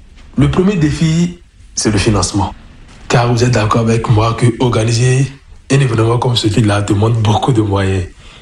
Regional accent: Ouaké, Donga, Benin; chez nous à Waké.

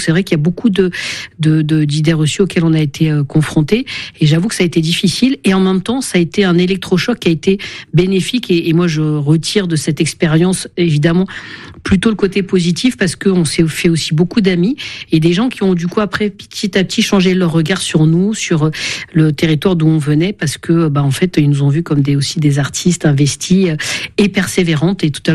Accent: Île-de-France, France; j'ai grandi en Seine-Saint-Denis, dans ce quartier populaire

